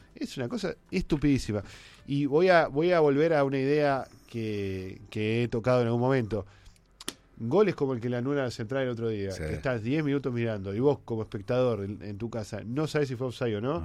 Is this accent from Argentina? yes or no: yes; Buenos Aires Province, Argentina